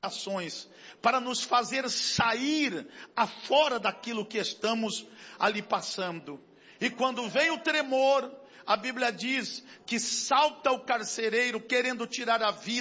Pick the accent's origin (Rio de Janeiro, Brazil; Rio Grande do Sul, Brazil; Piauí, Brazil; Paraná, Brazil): Paraná, Brazil; Curitiba; O povo curitibano é um pouco frio, né? Eu posso falar porque eu sou curitibano, você não pode.